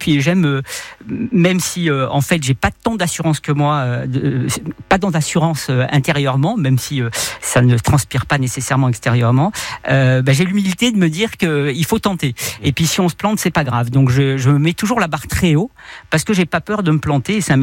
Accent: Saint-Tropez, Provence-Alpes-Côte d'Azur, France; born there; Moi je suis né à Saint-Tropez, hein, et j'étais pas nécessairement voué à faire une carrière scientifique

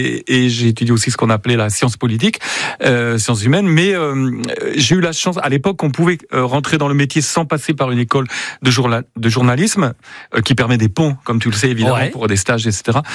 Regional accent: Paris, Île-de-France, France; moved away as an adult; now in Basque Country, France; avant 88, je viens de Paris, okay, où j'ai fait mes études, mes premiers pas, etc.

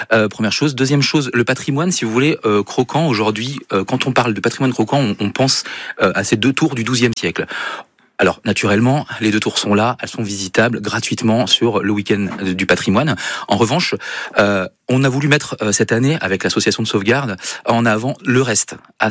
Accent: Nouvelle-Aquitaine, France; chez nous en Creuse

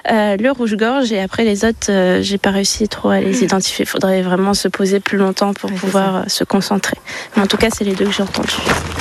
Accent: Hauts-de-France, France; moved away as an adult; now in Normandy, France; Alors, je suis originaire du Pas-de-Calais, du coup, dans le nord de la France, on a toujours fait ça. Et quand je suis venue ici en Normandie rejoindre mon compagnon

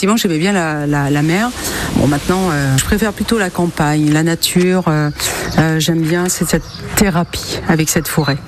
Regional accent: Épernay, Grand Est, France; Donc je suis de Épernay.

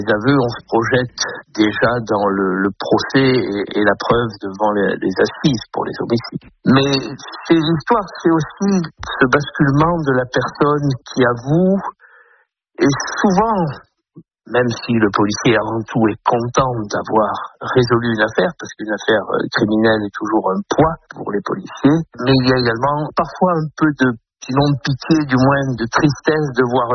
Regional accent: Auvergne-Rhône-Alpes, France; comme celles qui se passent en Ardèche, où je reviens pratiquement dans mon village natal pour enquêter sur une affaire d'explosifs

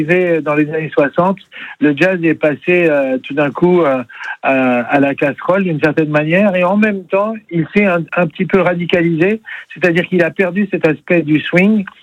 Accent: Lyon, Auvergne-Rhône-Alpes, France; Moi, je suis lyonnais.

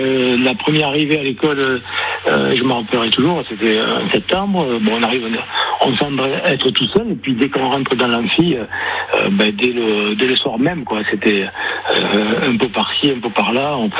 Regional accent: Pau, France; je venais de ma campagne du Gers, de Pau, et j'arrivais à Toulouse.

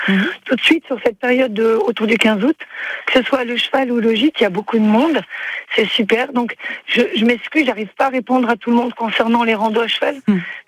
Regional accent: Chastreix, Auvergne-Rhône-Alpes, France; also born or lived in Clermont-Ferrand; moi, je suis de Chastré, native. Alors, je ne suis pas de Chastré, je suis de Clermont, mais mes parents ont toujours vécu à Chastré, et moi aussi. Et dans l'incapacité, l'impossibilité de partir ailleurs, et j'ai voulu faire ma vie là.

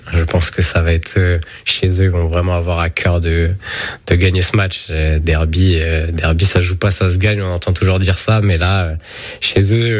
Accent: Lyon, Auvergne-Rhône-Alpes, France; Moi je suis de Lyon, donc le derby là-bas c'est Lyon-Saint-Etienne.

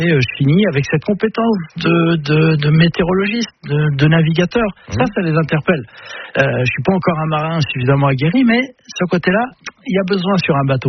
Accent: Brittany, France; je suis breton et puis je le ressens profondément. Donc voilà, de la vallée de la Rance, juste derrière Saint-Malo

